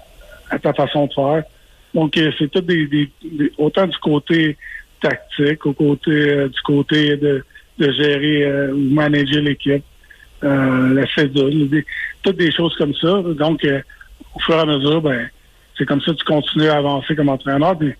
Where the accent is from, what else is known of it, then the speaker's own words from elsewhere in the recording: Quebec, Canada; étant donné que je suis Québécois, ben, je n'entends parler parce que j'ai un peu partout sur les réseaux sociaux